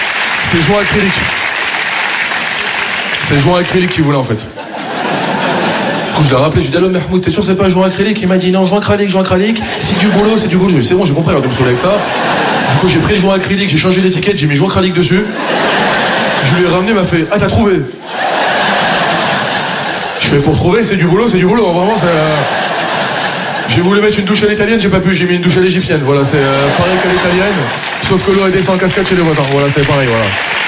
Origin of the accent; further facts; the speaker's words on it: France; Non, je suis fier de mes origines et je suis fier d'être français, moi aussi. Je suis un bon français, je suis fier d'être français